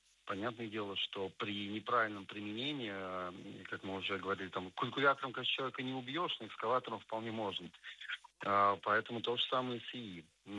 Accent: Dubna, Moscow Oblast, Russia; мне, как уроженцу Дубны

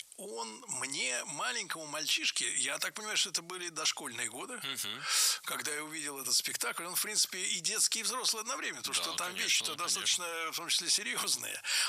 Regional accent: Saint Petersburg, Russia; до этого я был целомудренный и хороший ленинградский мальчик.

